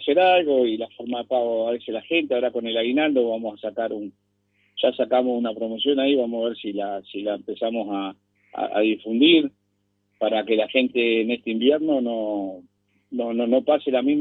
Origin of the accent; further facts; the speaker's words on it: Canelones, Uruguay; yo soy canario y soy orgulloso de ser canario.